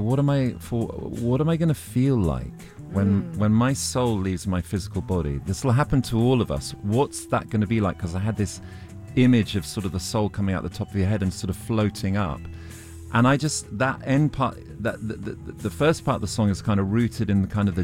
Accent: Oxford, South East England, United Kingdom; moved away; I grew up in Oxford

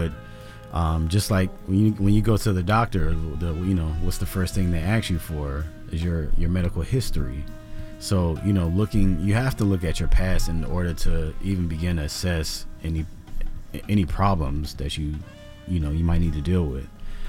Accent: Washington, District of Columbia, United States; I grew up in Washington, D.C.

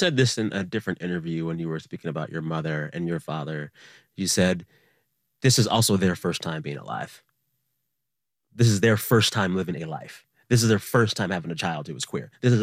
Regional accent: Texas, United States; I had folks in my life growing up in South Texas, very religious.

